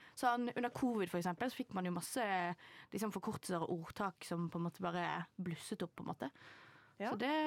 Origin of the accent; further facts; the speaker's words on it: Western Norway, Norway; At jeg er vestlending direkte